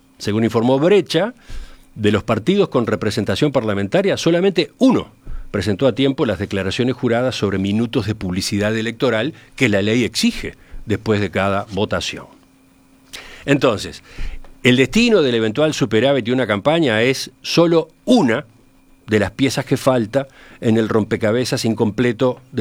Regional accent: Uruguay; Entonces, se preguntó, yo como ciudadano, como uruguayo, ¿qué estoy subsidiando ahí?

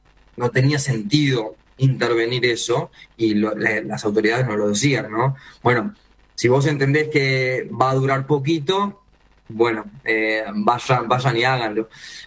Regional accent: Montevideo, Uruguay; Somos todos montevideanos acá en su mayoría

